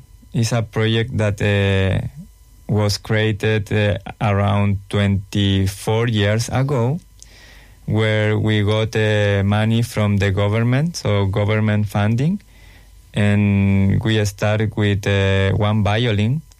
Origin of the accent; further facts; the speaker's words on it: Chile; English is a second language; moved away as an adult; also born or lived in Germany; now in Melbourne, Australia; that's okay. I am from Chile. And I left Chile around 8 years. So I went for first time to Germany to live there around 4.5 years.